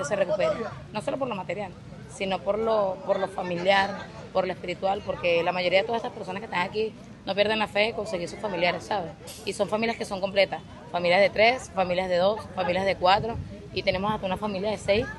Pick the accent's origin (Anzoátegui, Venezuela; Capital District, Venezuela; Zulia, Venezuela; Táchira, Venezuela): Capital District, Venezuela; Caracas; Yo no soy de aquí, yo soy de Caracas.